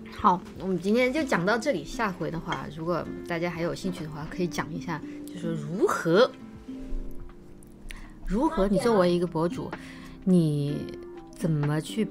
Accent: China; 我们中国人

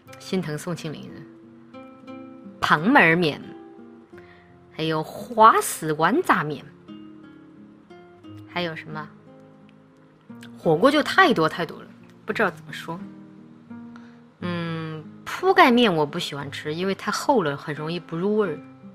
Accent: Chongqing, China

